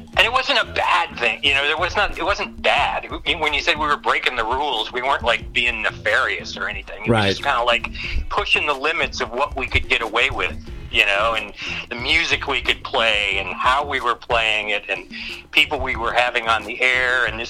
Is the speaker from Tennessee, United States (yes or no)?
no; Ohio, United States; moved away as an adult; I grew up in Ohio